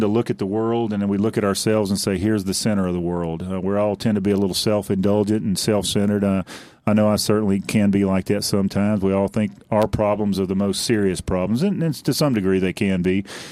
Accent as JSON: {"language": "English", "region": "the South", "country": "United States", "said": "I'm from the South, as you can probably tell, and this is really nice winter weather for us."}